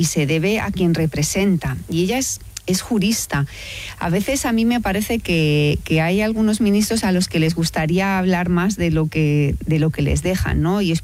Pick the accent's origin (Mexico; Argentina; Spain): Spain; Albacete, Castilla-La Mancha; Y yo lo voy a ver en Albacete, en mi pueblo